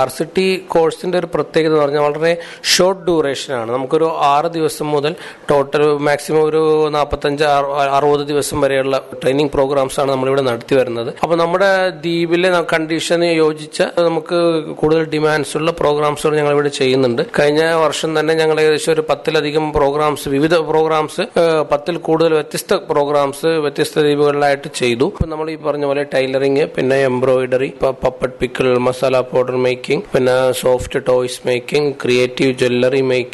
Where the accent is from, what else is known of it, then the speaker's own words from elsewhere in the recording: Kalpeni, Lakshadweep, India; now in Kavaratti, India; ഞാൻ കൽപ്പേനി സ്വദേശിയാണ്.